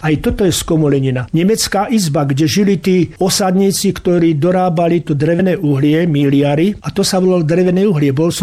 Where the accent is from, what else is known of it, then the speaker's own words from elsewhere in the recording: Očová, Banská Bystrica Region, Slovakia; od tej dobe sme v Očovej. Ja tomu vravím, že žijem, narodil som sa v Getsemanskej zahrade.